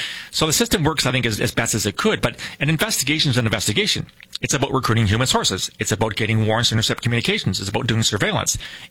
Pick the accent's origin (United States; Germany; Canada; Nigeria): Canada; But pound for pound, or being Canadian, kilo for kilo